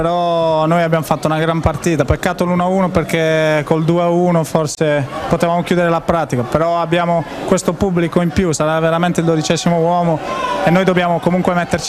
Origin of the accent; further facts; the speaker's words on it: Bari, Apulia, Italy; moved away; sono barese.